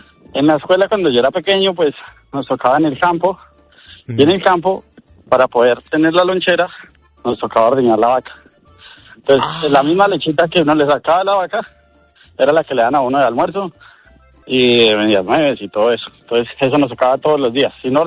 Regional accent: Boyacá, Colombia; moved away; yo vivía en el campo en Colombia, en Boyacá, en un municipio de Boyacá

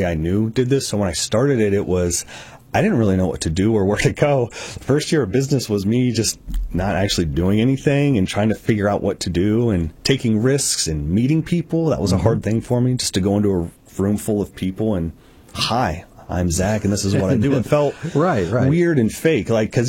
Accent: Strasburg, Missouri, United States; I say we're from Kansas City, but we're from a small 100 person town of Strasburg, Missouri, right?

